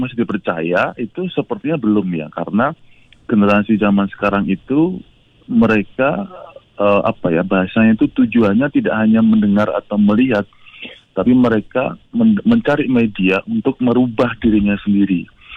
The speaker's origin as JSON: {"language": "Indonesian", "town": "Yogyakarta", "region": "Special Region of Yogyakarta", "country": "Indonesia", "said": "Pertama itu secara umum ya, karena saya dari Jogja ya"}